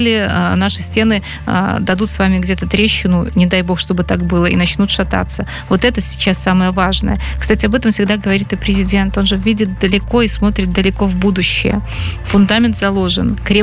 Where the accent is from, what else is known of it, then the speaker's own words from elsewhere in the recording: Belarus; наше ощущение белорусскости тем, что мы белорусы. Неважно даже какой мы национальности, мы живем на территории этой страны, мы ощущаем эту страну как свою родную